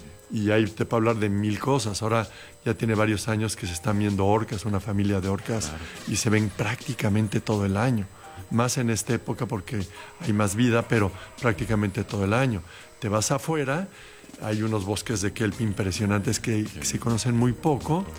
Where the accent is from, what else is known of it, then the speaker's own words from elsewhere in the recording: Mexico; sé que soy mexicano y a lo mejor no soy tan exacto en lo que voy a decir